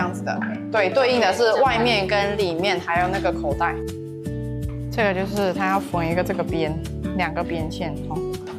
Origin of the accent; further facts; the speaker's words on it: Quanzhou, Fujian, China; 就我觉得还是希望就是有一些能够体现我们来自泉州的这个东西